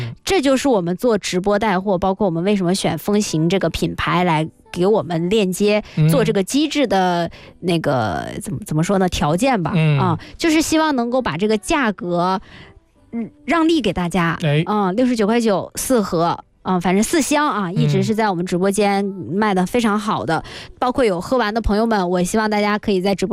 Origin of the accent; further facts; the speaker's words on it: Heilongjiang, China; now in Guangdong, China; 我老家的他都买不了，就是你算上这个运力成本，够不上，发到黑龙江的话他就够不上